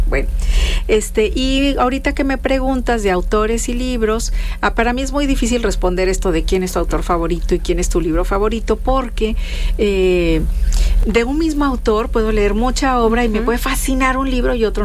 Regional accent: Mexico

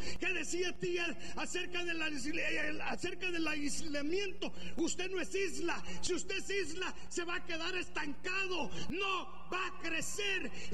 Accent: Honduras; now in Dallas, United States; Si oye una palabra hondureña, es porque ya sabe usted, soy de Honduras.

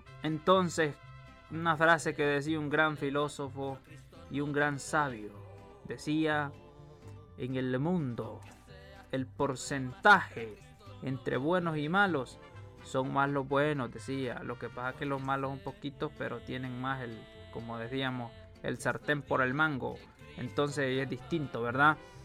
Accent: Honduras; Honduras es lindo, Honduras es bello, y tenemos gente muy buena

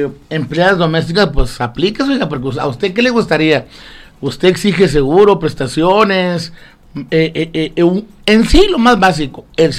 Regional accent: Chihuahua, Mexico; allá por donde yo nací, donde me crié, mi compa el Robert también, allá en la campesina, Alfredo Chávez, esos barrios de bajo mundo

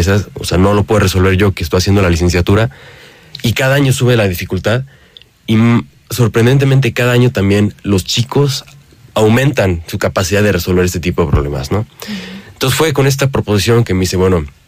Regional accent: Mexico; somos de México y estamos apoyando

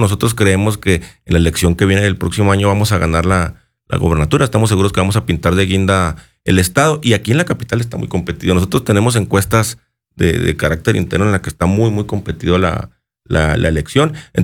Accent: Chihuahua, Mexico; Nosotros somos de Chihuahua

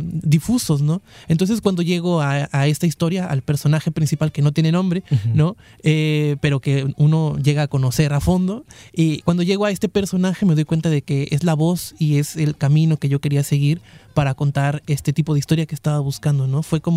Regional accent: Córdoba, Veracruz, Mexico; born there; now in Xalapa, Mexico; Yo, en efecto, soy de Córdoba, nací allá y me vine a vivir aquí en Jalapa. Yo creo que ya me quedé a vivir acá.

